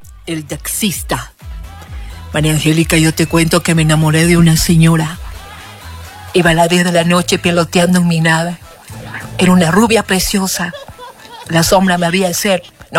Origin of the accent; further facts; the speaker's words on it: Guayaquil, Guayas, Ecuador; now in Ibarra, Ecuador; Soy de la costa, soy de Guayaquil, pero vivo aquí en Ibarra.